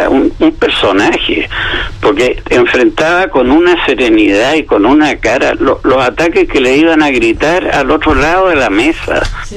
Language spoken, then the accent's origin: Spanish; Chile; Es decir, si todos somos chilenos y orgullosos de ser chilenos, yo al menos lo soy, y parece que la gran mayoría de mi país lo es.